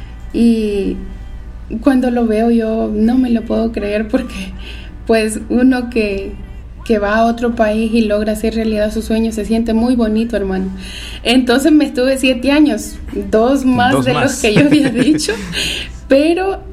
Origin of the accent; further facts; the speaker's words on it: El Salvador; moved away; yo pues desde que me fui de El Salvador prácticamente quería venirme